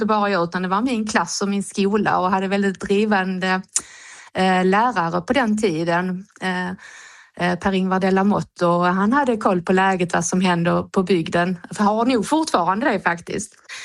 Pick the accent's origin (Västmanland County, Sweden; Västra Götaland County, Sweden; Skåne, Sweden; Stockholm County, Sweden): Skåne, Sweden; Tomelilla; moved away; när jag var ung och bodde hemma i Tommelilla